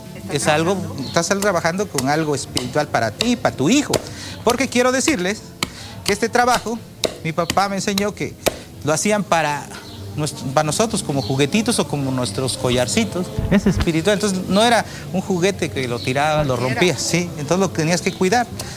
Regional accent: San Martín Tilcajete, Oaxaca, Mexico; Quiero decirle que en Oaxaca, especialmente en mi pueblo, nosotros adoramos los elementos.

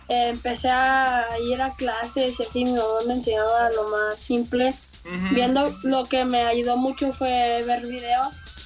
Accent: Aguascalientes, Mexico; Sí, soy de aquí de Aguascalientes.

